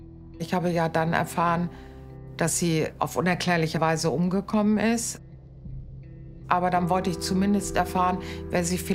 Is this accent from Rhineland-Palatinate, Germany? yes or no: no; Bremen, Germany; moved away; also born or lived in Hamburg; Also ich bin in Bremen aufgewachsen, war im Heim. Und ich bin halt viel ausgebüxt und bin unter anderem dann später auch in Hamburg gelandet